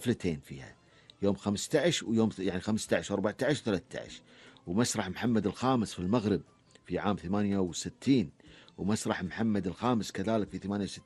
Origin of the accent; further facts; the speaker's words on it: Kuwait; حفلة الأندلس مشهورة عندنا في الكويت